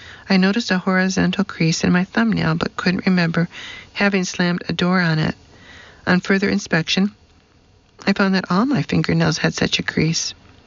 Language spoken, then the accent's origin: English; New York, United States; I'd asked Scott that we marry only in my home state of New York